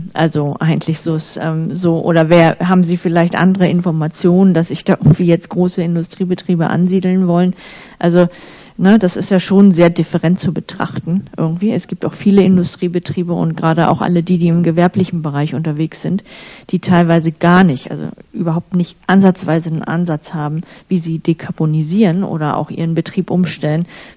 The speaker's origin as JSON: {"language": "German", "region": "Schleswig-Holstein", "country": "Germany", "said": "ich komme ja aus Nordfriesland"}